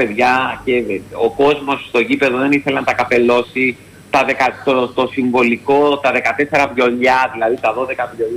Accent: Central Greece, Greece; εδώ στα μέρη μου, στην Εύβοια

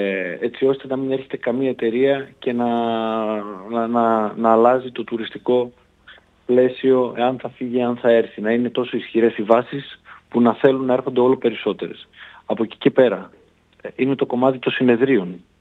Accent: Thessaloniki, Central Macedonia, Greece; Εγώ είμαι και από τη Δυτική Θεσσαλονίκη.

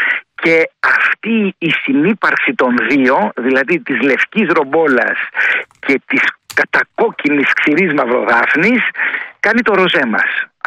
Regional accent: Kefalonia, Ionian Islands, Greece; Είμαι στην Κεφαλονιά, είναι η ιδιαίτερη πατρίδα μου.

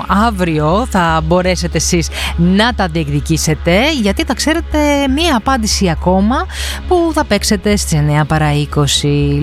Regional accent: Mytilene, North Aegean, Greece; moved away; σε ένα αγαπημένο μου νησί, την πατρίδα μου, τη Μυτιλίνη

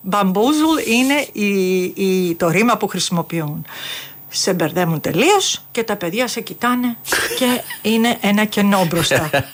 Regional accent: Greece; now in United Kingdom; Μ' αρέσει η πατρίδα μου

